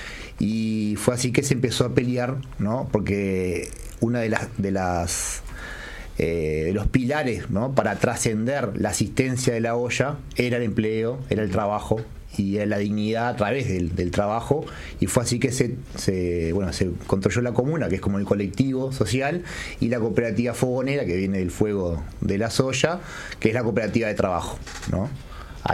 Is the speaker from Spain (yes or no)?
no; Uruguay